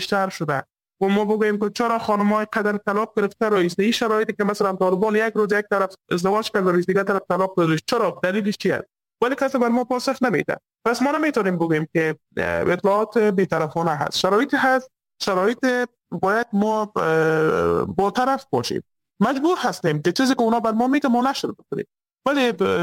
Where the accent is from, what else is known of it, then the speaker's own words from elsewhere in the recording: Afghanistan; چون من خودم یک از در خانواده های البته افغانی به دنیا آمدیم